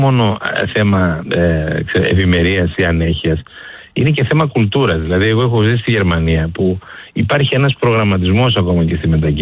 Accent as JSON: {"language": "Greek", "region": "East Macedonia and Thrace", "country": "Greece", "said": "όπως παραδείγματος χάρη εγώ επισημαίνω που κατάγομαι και από την Ροδόπη, οι αγρότες μας."}